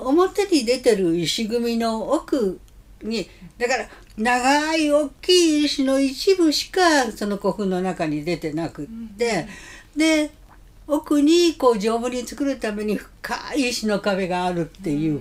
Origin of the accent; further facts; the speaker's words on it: Kansai, Japan; 私はあの関西出身だから向こう市は実は知らなかったのね。